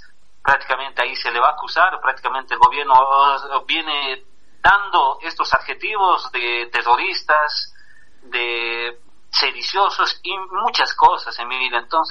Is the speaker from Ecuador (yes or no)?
no; Bolivia